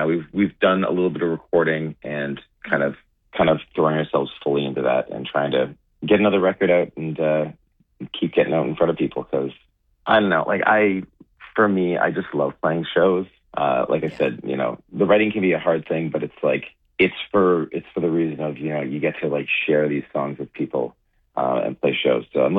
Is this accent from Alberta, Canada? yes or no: yes; Alberta, Canada; moved away as an adult; also born or lived in Edmonton / Fort McMurray; now in Toronto, Canada; So I was born and raised in Alberta. Born in Edmonton, spent some time up in Fort McMurray for high school.